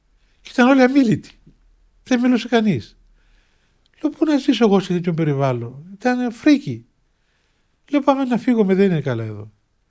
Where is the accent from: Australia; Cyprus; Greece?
Cyprus; λέω από την Κύπρο γέροντα. Α, από την Κύπρο, λέει. Λέω, ναι, από την Κύπρο.